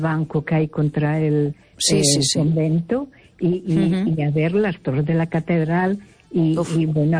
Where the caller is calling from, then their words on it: Ferrol, Galicia, Spain; de Ferrol.